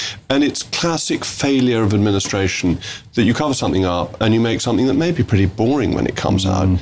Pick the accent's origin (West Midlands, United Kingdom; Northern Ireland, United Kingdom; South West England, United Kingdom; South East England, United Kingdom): South West England, United Kingdom; I'm from North Somerset.